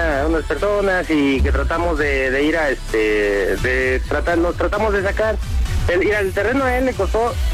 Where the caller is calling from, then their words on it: Ecatepec, State of Mexico, Mexico; yo soy de Catepec.